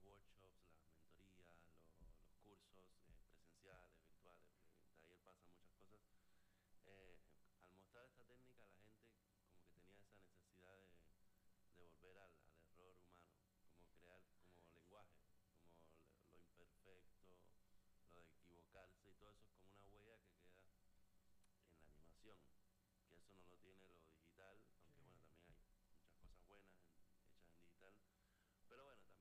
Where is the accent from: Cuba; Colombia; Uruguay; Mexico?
Cuba; now in Buenos Aires, Argentina; Sí, yo me fui de Cuba hace ya como 16 años. Aquí en Argentina llevo 5 años en Buenos Aires.